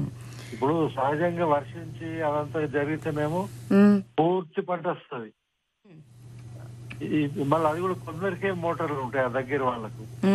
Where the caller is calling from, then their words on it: Nirmal district, Telangana, India; మా విలేజ్ పేరు గోడల పంపు, నిర్మల్ డిస్ట్రిక్ట్